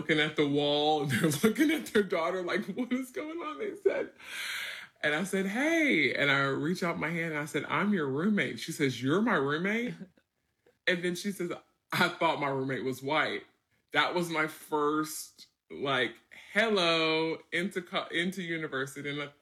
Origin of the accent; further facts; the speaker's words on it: United States; accent: country; And I have this like thick country accent and I'm washing my hair every single day, which, you know, most black girls do not do.